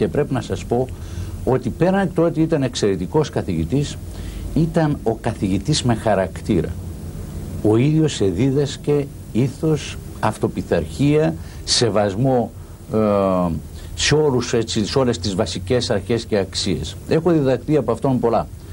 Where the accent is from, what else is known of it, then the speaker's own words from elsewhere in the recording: Agia Triada, Thessaly, Greece; born there; Γεννήθηκα στην Αγία Τριάδα του νομού Λαρίσης, σε ένα χωριό 12 σπιτιών.